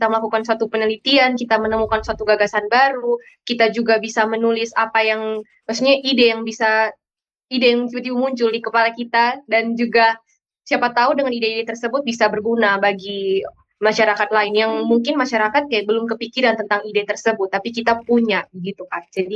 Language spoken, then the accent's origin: Indonesian; East Nusa Tenggara, Indonesia; kita berada di daerah NTT